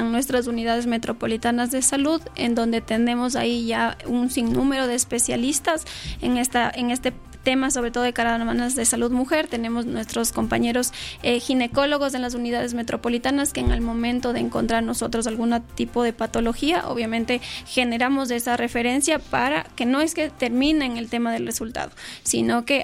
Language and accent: Spanish; Ecuador; nosotros aquí como ecuatorianos